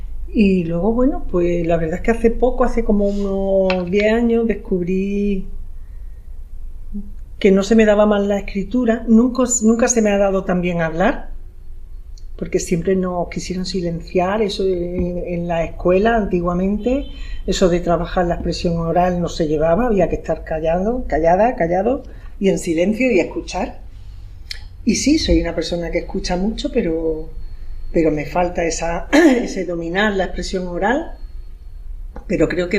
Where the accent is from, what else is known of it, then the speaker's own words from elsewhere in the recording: Melilla, Spain; yo soy de Melilla.